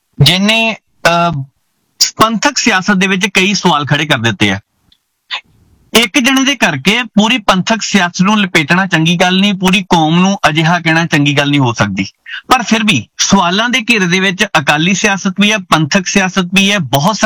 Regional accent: Bhogpur, Punjab, India; ਮੈਂ ਜੀ ਦੁਆਬੇ ਦੀ ਧਰਤੀ ਤੋਂ ਆ, ਤੇ ਜਲੰਧਰ ਤੋਂ। ਜਲੰਧਰ ਦੇ ਕੋਲ ਕਸਬਾ ਭੋਪਰ ਪੈਂਦਾ, ਸ਼ੂਗਰ ਮਿਲ ਸਭ ਤੋਂ ਪੁਰਾਣੀ ਹੈ ਪੰਜਾਬ ਦੀ, ਇੱਕੋ ਸ਼ੂਗਰ ਮਿਲ ਜਿਹੜੀ ਸਭ ਤੋਂ ਪਹਿਲਾਂ ਅੰਗਰੇਜ਼ਾਂ ਨੇ ਬਣਾਈ ਸੀ। ਇਹ ਖਾਸੀਅਤ ਹੈ, ਗੰਨਾ ਇੱਥੇ ਸਭ ਤੋਂ ਮਿੱਠਾ ਹੈ, ਇਸੇ ਕਰਕੇ ਚੋਣ ਇਸ ਇਲਾਕੇ ਦੀ ਕੀਤੀ ਸੀ। ਭੋਪਰ ਤੋਂ ਜੀ ਮੈਂ।

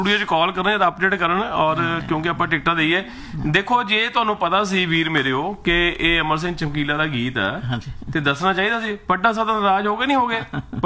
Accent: Punjab, India; ਤੇ ਨਾ ਸਾਡਾ ਪੰਜਾਬ ਨਾਲ ਸਾਡਾ ਪਿਆਰ ਹੈ ਕਿਉਂਕਿ ਅਸੀਂ ਉੱਥੇ ਜੰਮੇ ਪਲੇ ਹਾਂ।

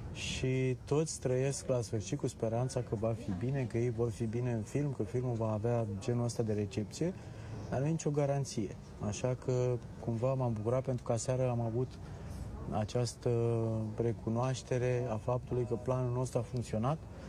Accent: Romania; eu sunt român

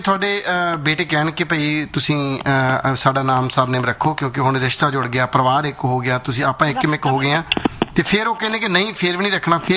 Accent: Faridkot, Punjab, India; ਪਰ ਮੈਂ ਵੀ ਫਰੀਦਕੋਟ ਤੋਂ ਹੀ ਆ, ਸਾਡੇ ਤਾਂ ਸਾਰੇ ਟੱਬਰ ਦੇ ਚੇਂਜ। ਜੀ ਅਸੀਂ ਵੀ ਬਸ ਇੱਥੇ ਗੋਲੇ ਗੋਲੇ ਵਾਲਾ, ਬਸ ਨਿੱਕੇ ਨਿੱਕੇ ਪਿੰਡਾਂ

